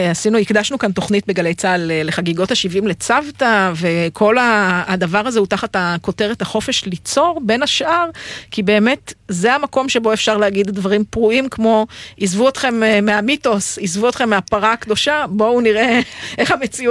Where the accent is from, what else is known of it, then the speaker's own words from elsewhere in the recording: Jezreel Valley, Northern District, Israel; כבת עמק, אני מעמק ישראל במקום, הדבר הזה שאת גרה גם בקו האחרון של הבתים לפני החורש